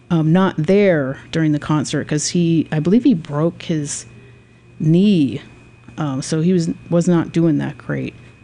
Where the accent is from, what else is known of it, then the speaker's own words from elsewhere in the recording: Cincinnati, Ohio, United States; moved away; I'm from Cincinnati